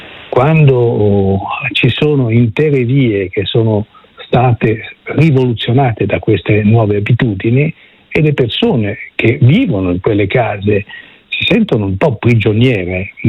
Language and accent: Italian; Milan, Lombardy, Italy; born there; io sono milanese, sono nato a Milano